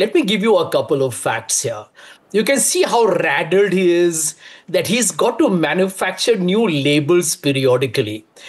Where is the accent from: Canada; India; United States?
India; Bihar; I come from Bihar, Shiv.